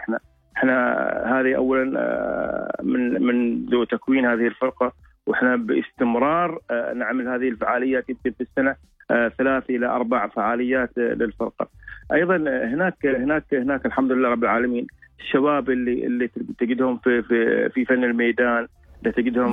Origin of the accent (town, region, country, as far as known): Oman